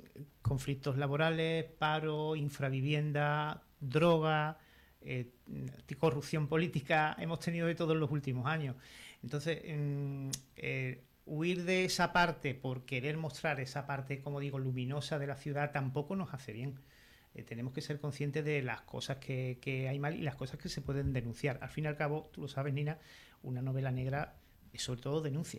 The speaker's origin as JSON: {"language": "Spanish", "town": "Cádiz", "region": "Andalusia", "country": "Spain", "said": "los que somos de Cádiz"}